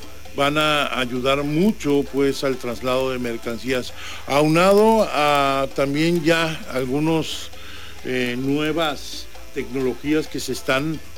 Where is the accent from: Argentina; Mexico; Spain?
Mexico; porque todos somos mexicanos, hermanos